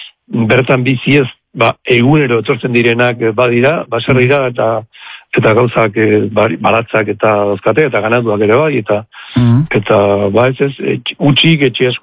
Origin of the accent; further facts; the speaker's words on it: Arribe, Navarre, Spain; born there; now in Legazpi, Spain; Bueno, ni izatez naparra naiz, arrimen jaio nintzen ni.